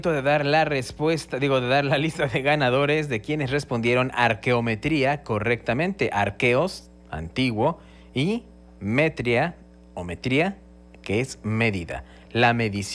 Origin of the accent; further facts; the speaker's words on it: Mexico City, Mexico; now in Campeche, Mexico; yo soy chilango y me vine a vivir aquí a Campeche y me casé con una campechana.